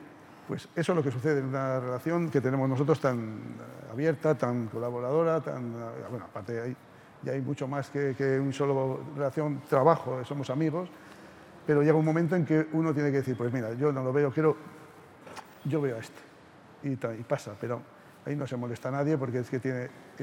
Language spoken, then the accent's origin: Spanish; Haro, La Rioja, Spain; mi pueblo es Aro, en La Rioja, fantástico. Se come y se bebe muy bien y hay muy buena gente.